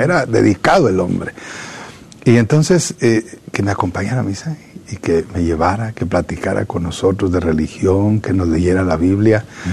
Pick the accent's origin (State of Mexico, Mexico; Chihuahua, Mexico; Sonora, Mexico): Chihuahua, Mexico; Parral; also born or lived in Ciudad Juárez; nosotros llegamos con una familia migrante, nos trasladamos de Parral, Chihuahua, al sur del estado de Chihuahua, en México, hacia Ciudad Juárez en 1980. Los 12 hijos con papá y mamá, allá fuimos a parar a Ciudad Juárez.